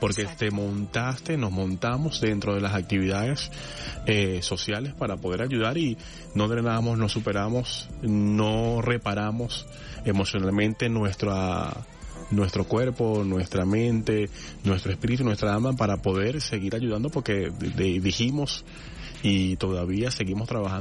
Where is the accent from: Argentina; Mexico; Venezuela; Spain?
Venezuela; nosotros como venezolanos